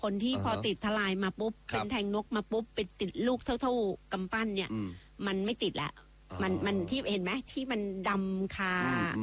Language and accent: Thai; Nakhon Si Thammarat, Thailand; แต่บ้านเราเนี่ยเป็นสนามหน้าเมือง